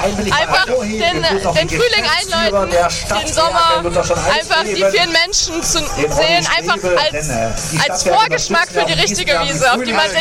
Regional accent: Reutzdorf, Germany; So, und meine Heimat, meine Familie, meine Freunde, alles eigentlich. Ich bin da aufgewachsen, also eigentlich in Reutzdorf bin ich aufgewachsen. Ich wohne dort

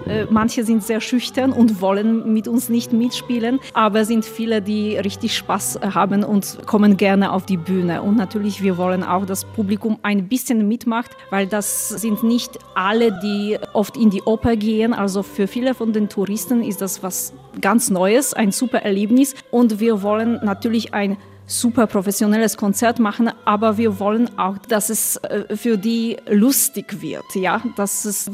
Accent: Wrocław, Lower Silesian Voivodeship, Poland; Ich komme aus Breslau

